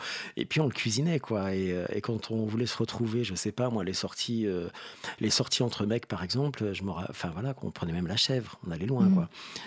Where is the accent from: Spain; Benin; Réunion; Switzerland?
Réunion; moved away as an adult; now in France; Quand j'ai quitté La Réunion, je suis venu travailler en Île-de-France.